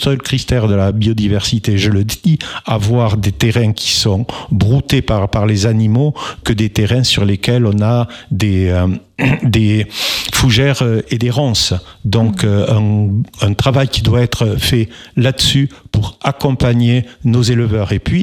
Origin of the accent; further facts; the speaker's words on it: Mirepoix, Occitanie, France; vous savez, je suis de Mirepoix, oui.